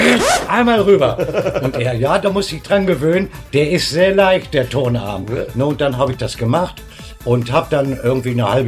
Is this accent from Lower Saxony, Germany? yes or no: yes; Braunschweig, Lower Saxony, Germany; moved away; ich komme aus Braunschweig.